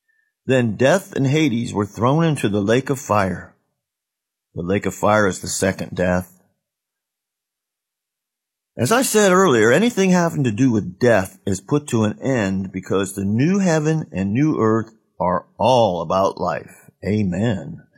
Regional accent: Ohio, United States; I grew up near the Tuscarawas River, and it's hard to imagine a water source that is not polluted.

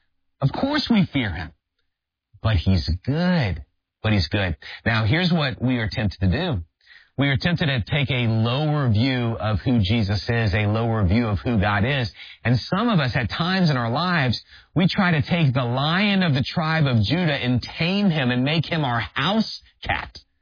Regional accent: New Orleans, Louisiana, United States; So I grew up in the New Orleans area. LSU was the college team that we rooted for.

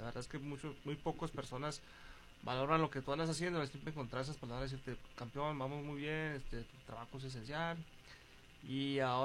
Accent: Ciudad Juárez, Chihuahua, Mexico; yo nací aquí en Juárez, y fui usuario de las rutas cuando iba al CBT, yo estuve en el CBT 114.

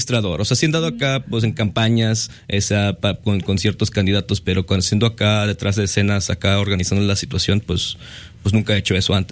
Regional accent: McAllen, Texas, United States; now in Madison, United States; Originalmente no soy de Wisconsin, yo soy de Texas, igual como usted aquí. Soy de McAllen, ahí nací yo.

